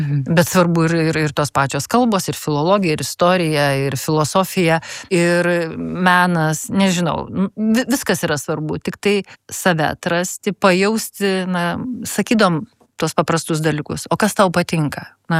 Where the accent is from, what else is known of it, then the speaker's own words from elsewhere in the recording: Kaunas, Kaunas County, Lithuania; also born or lived in Vilnius; Aš kaunietė, Kaune, ant asfalto.